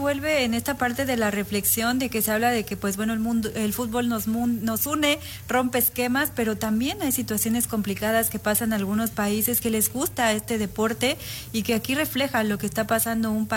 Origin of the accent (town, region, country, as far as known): Mexico